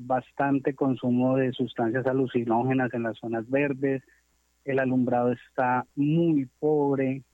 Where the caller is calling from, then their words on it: Villavicencio, Meta, Colombia; Yo soy el presidente del Consejo de Pasoyano 4 de Hacienda Rosa Blanca, Los Amarilo.